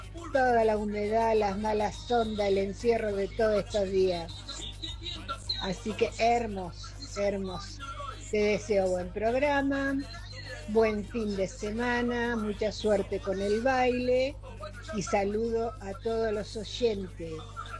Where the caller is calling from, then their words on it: Magdalena, Buenos Aires Province, Argentina; de Magdalena.